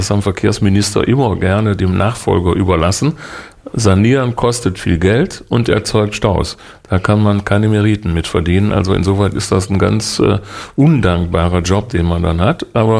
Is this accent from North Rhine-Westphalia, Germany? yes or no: yes; Duisburg, North Rhine-Westphalia, Germany; In Duisburg, wo ich herkomme, haben wir eine Brücke